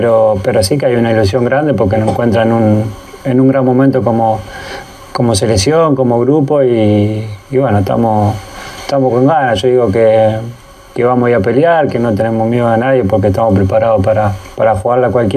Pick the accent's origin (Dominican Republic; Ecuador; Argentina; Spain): Argentina; Hablo como gente, como país, como argentino.